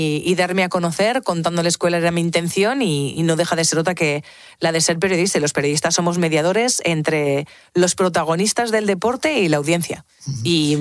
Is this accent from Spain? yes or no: yes; Spain